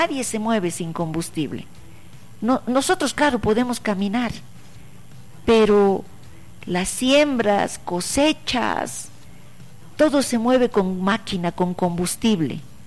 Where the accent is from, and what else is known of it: Bolivia